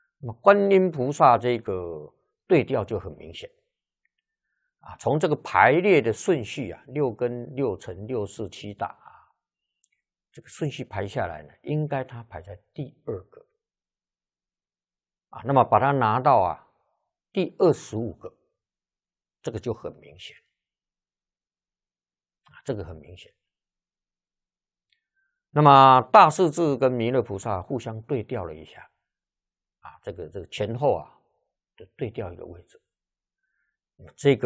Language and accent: Chinese; China; 我们中国人